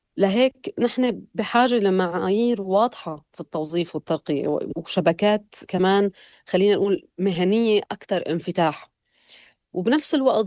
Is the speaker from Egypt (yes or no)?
no; Syria; moved away as an adult; now in Germany